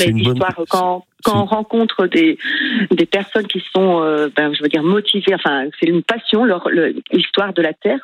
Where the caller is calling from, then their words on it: Challans, Pays de la Loire, France; moi, j'habite en Vendée, à Chalons.